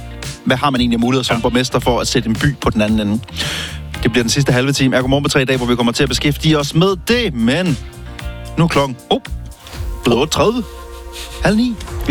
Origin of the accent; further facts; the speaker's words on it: Langå, Central Denmark Region, Denmark; Jeg er fra Langå.